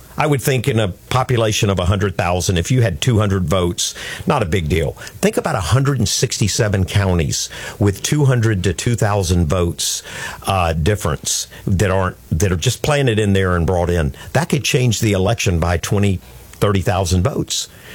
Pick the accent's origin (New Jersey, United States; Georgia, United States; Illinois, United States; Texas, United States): Georgia, United States; Georgia, where I'm from, my home state of Georgia, we certainly saw fraud in that state in 2020.